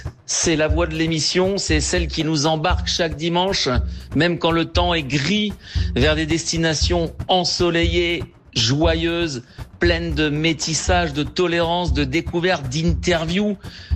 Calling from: France; j'appelle de France.

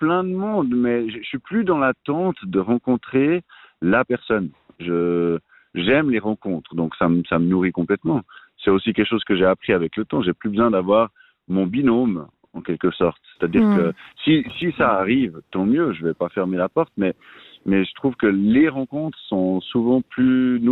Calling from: Valais, Switzerland; mais je suis en Valais, on se tutoie tous.

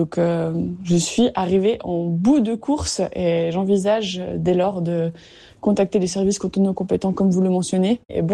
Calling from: Vaud, Switzerland; C'est aussi mon cas dans la région de Lausanne.

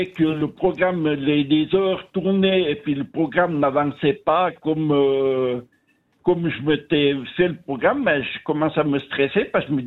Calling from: Fribourg, Switzerland

